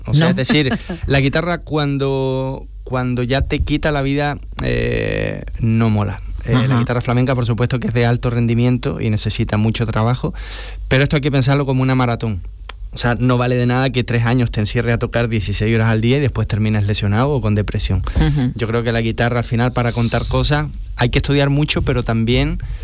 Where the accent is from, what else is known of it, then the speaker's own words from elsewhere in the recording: Chile; moved away as an adult; now in Andalusia, Spain; yo soy chileno.